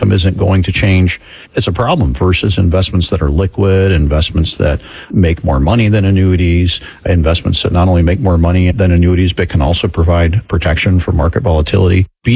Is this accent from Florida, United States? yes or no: yes; Florida, United States; Yeah, I was born and raised in Florida.